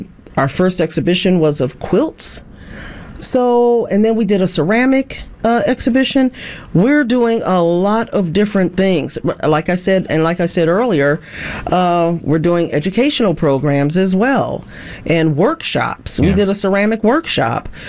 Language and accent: English; Milwaukee, Wisconsin, United States; I was born and raised in Milwaukee. I've been here all of my life